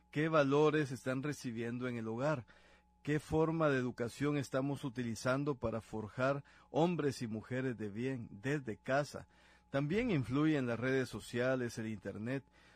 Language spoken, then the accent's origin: Spanish; Guatemala